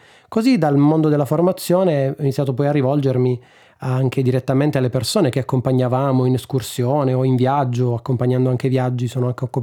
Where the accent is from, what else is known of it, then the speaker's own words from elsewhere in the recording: Apulia, Italy; Io sono pugliese, del Gargano, un altro Carso